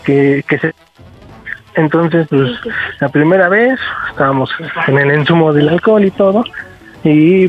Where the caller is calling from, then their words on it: Mexico City, Mexico; 33 y aquí de la Venustiano Carranza.